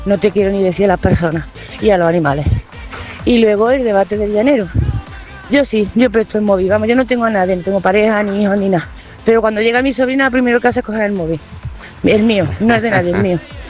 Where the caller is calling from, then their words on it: Córdoba, Andalusia, Spain; Buenos días, Oscar. … de Córdoba.